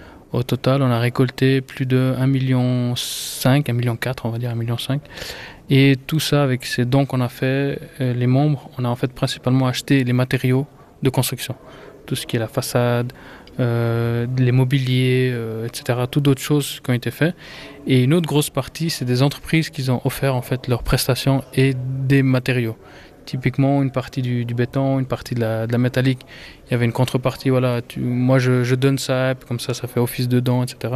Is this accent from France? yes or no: no; Switzerland; born there; Non, je suis né ici en Suisse.